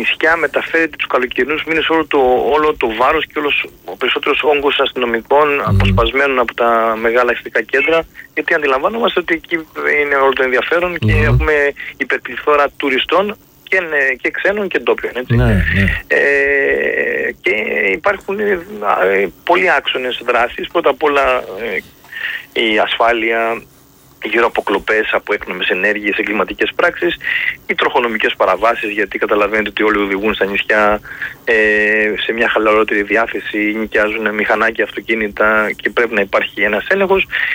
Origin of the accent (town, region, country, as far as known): Greece